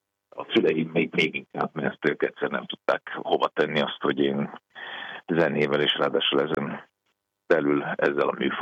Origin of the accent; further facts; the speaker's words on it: Hungary; én elsősorban ember vagyok, magyar vagyok, apa vagyok, és minden utána jön.